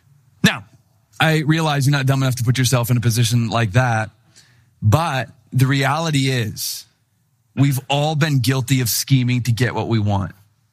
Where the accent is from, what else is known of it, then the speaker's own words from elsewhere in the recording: Wisconsin, United States; now in Chicago, United States; He and I, we grew up in Wisconsin, and now we were in Chicago.